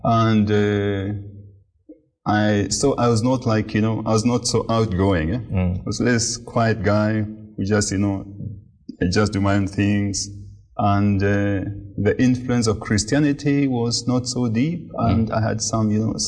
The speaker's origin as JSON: {"language": "English", "region": "Central", "country": "Kenya", "tie": "born or raised there", "said": "Yeah. I was born in Central Kenya in 1964, and I grew up the first 20 years in the rural Kenya."}